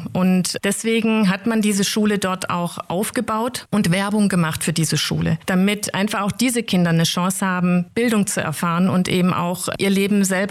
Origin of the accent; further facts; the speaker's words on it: Schwäbisch Gmünd, Baden-Württemberg, Germany; Ich komme ja aus Schwäbisch Gmünd